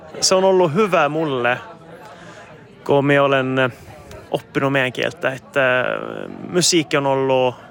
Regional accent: Sakajärvi, Norrbotten County, Sweden; Mulle se on niinku, että minun kotikylä, Sakajärvi, se on nyt pojessa gruvan takia.

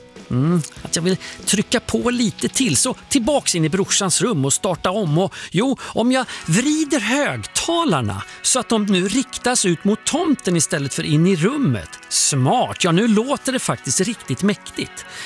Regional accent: Sweden; en vårkänsla från min uppväxt där i Övertorp. Mm. Året, det är 1989. Jag är 14 år

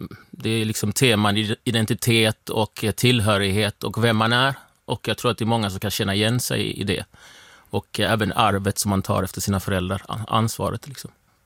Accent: Malmö, Skåne, Sweden; born there; also born or lived in Gothenburg / Småland / Helsingborg; när jag är uppvuxen i Malmö

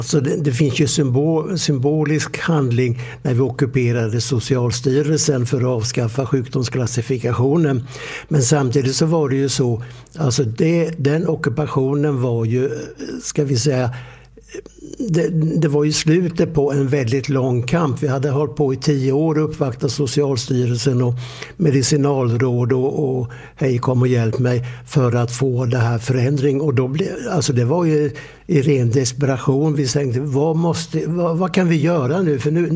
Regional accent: Vischerum, Kalmar County, Sweden; när jag växte upp i Vischerum, då kunde man välja på 2 saker.

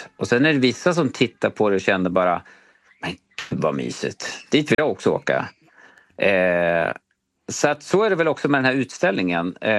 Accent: Gävle, Gävleborg County, Sweden; Jag är själv från Gävle och jag tycker som Gävle, det är väl en fin stad.

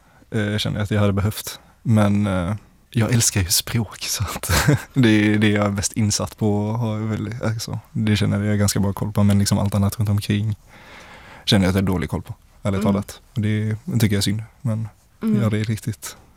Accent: Lund, Skåne, Sweden; jag kommer från Lund

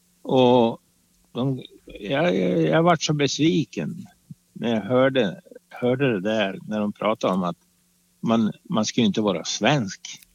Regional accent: Sweden; born there; jag är född i Sverige. Och min pappa, han kom ju till Sverige efter kriget.

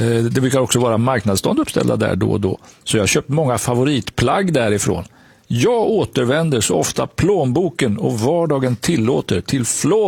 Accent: Malmö, Skåne, Sweden; born there; Jag är född i Malmö.

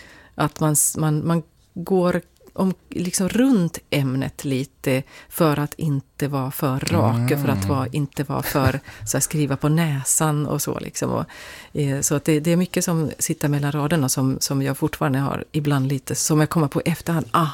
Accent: South Ostrobothnia, Finland; moved away; gick på kommunala musikskolan i södra Österbotten, där jag kommer ifrån.

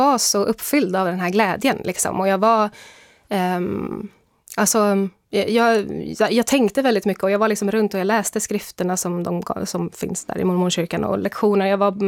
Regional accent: Sweden; jag var mormon för jag var svensk

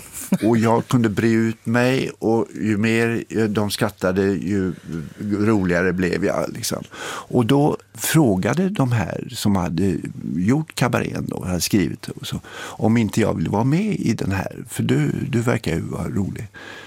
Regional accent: Gothenburg, Västra Götaland County, Sweden; jag är ju från Göteborg och det var ju mina föräldrar också

